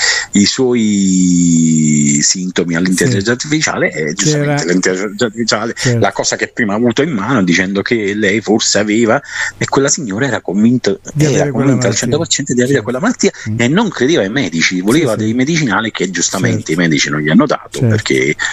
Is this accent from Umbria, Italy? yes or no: no; Naples, Campania, Italy; essendo napoletano